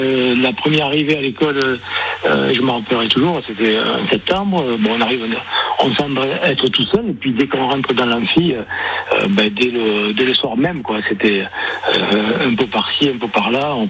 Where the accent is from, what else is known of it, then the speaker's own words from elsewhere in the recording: Pau, France; moved away as an adult; je venais de ma campagne du Gers, de Pau, et j'arrivais à Toulouse.